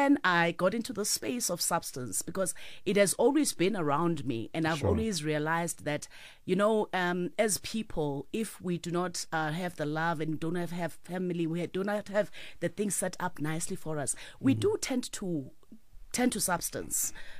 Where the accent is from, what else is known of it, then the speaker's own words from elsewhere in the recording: Eswatini; born there; I was born in Eswatini, Swaziland then.